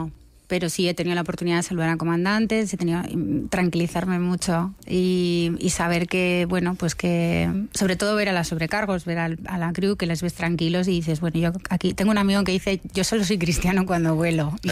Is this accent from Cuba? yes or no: no; Bilbao, Basque Country, Spain; Bueno, lo primero es que yo soy de Bilbao y no voy en avión nunca a Bilbao.